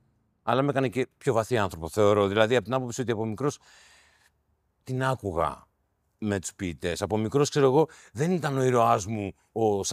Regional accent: Tripoli, Peloponnese, Greece; Στην Τρίπολη, ναι. Εκεί. Έτσι το ξεκινάω.

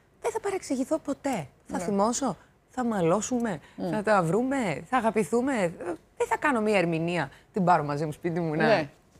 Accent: Drama, Eastern Macedonia and Thrace, Greece; moved away; Γύρισα, πήγα και στην πόλη μου, στη Δράμα.

